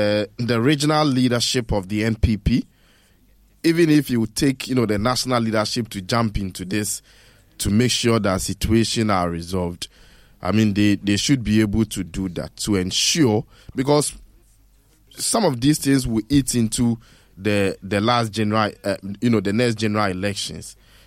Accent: Ghana; As a Ghanaian

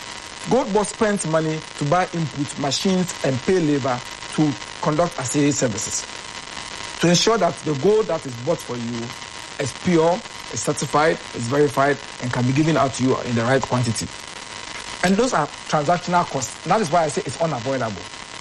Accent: Upper East, Ghana; I come from the Upper East.

